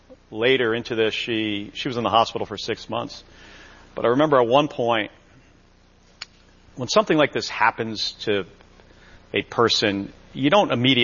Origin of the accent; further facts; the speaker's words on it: New Jersey, United States; I'm the son of two police officers. I grew up in New Jersey.